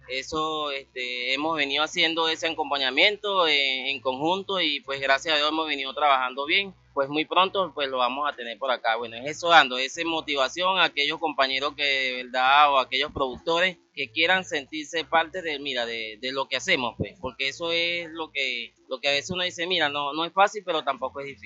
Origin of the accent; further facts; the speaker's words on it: Portuguesa, Venezuela; porque somos del Estado Portuguesa. Nosotros somos del Estado Portuguesa que pertenecemos a la zona Lara.